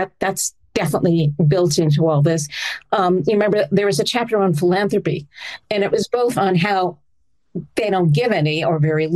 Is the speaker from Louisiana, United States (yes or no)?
no; Pasadena, California, United States; I grew up in Southern California, in Pasadena, which is around the whole Caltech JPL STEM culture.